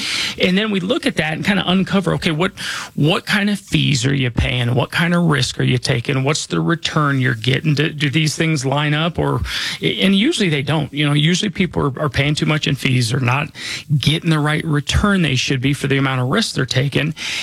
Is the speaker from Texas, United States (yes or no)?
no; Denver, Colorado, United States; You know, my background is, we haven't talked about that in a while, but you know, I was born and raised here in Denver. I went to Holly Hills Elementary School over close to Hamden and I-25. That's where I grew up.